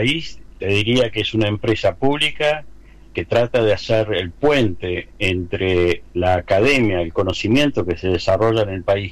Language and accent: Spanish; Córdoba, Argentina; also born or lived in Buenos Aires; Si bien nací en Capital Federal, pero de muy chico me vine con mi familia, con mis padres, acá a Córdoba, así que toda mi educación la hice acá, y me recibí también en la Universidad de Córdoba, en la FAMAF.